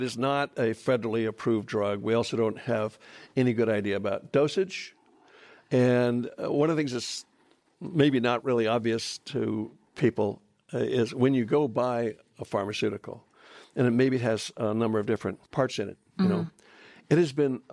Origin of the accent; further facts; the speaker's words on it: California, United States; I grew up in Southern California.